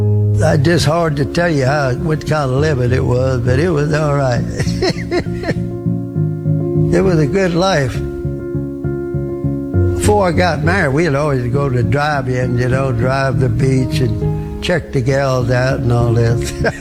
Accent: Galveston, Texas, United States; born there; In 1933, I was born in Galveston.

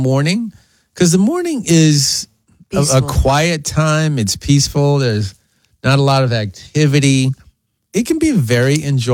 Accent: Beaumont, Texas, United States; I grew up here in Beaumont, Texas.

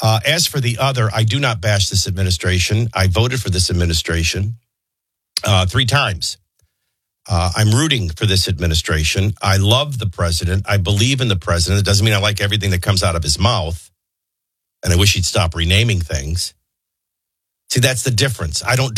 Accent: Chicago, Illinois, United States; I grew up in Chicago. There isn't even college football in Chicago.

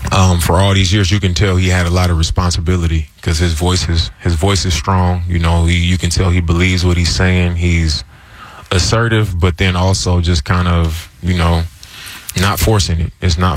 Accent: Oakland, California, United States; moved away as an adult; now in Portland, United States; I'm from Oakland, that's home. I've been living here 15 years.

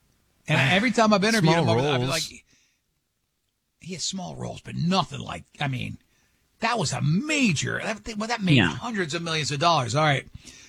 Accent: United States; I said Whittingham because I'm an American idiot.

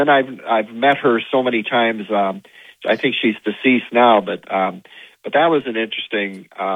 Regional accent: Bankston, Iowa, United States; now in Dubuque, United States; when I was a little boy, milking cows in Bankston, Iowa

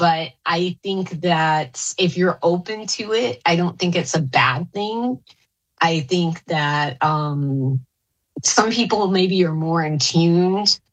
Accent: Arkansas, United States; also born or lived in Texas; I was born in Texas, actually, but we moved when I was a baby back to my dad's hometown in Arkansas.

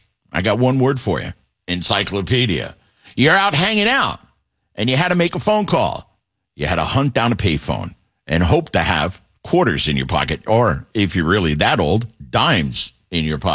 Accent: Connecticut, United States; I grew up in Connecticut. It snowed a lot

